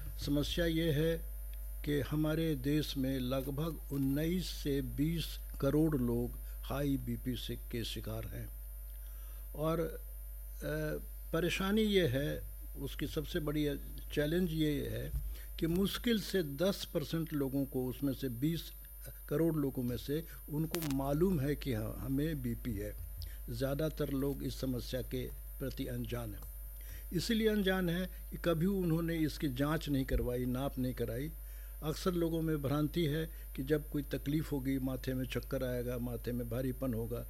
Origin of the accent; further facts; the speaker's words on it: Darbhanga, Bihar, India; मैं स्थानीय इसी शहर का रहने वाला हूँ, मेरी समूची जिंदगी इसी शहर में बीती है, मेरा पठन पाठन अध्यापन इसी शहर में हुआ, और इसी शहर में मैं दरभंगा मेडिकल कॉलेज में मेडिसिन डिपार्टमेंट और ये आप कार्डियोलॉजी डिपार्टमेंट का हेड रहा